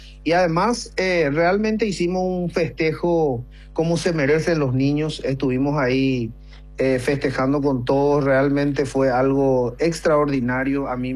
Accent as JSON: {"language": "Spanish", "country": "Paraguay", "said": "lo que nos hace auténtico en el mundo como paraguayo."}